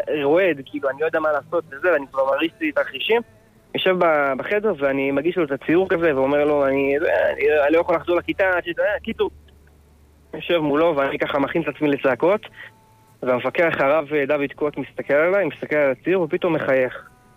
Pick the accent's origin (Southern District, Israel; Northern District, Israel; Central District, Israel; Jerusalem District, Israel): Jerusalem District, Israel; Jerusalem; born there; אני גדלתי בתלמוד תורה, תורת אמת בירושלים